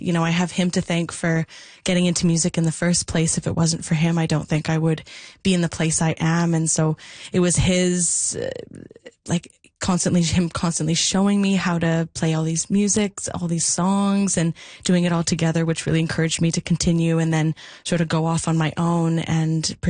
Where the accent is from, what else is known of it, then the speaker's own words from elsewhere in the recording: Mission, British Columbia, Canada; the Mission Folk Festival, my hometown folk festival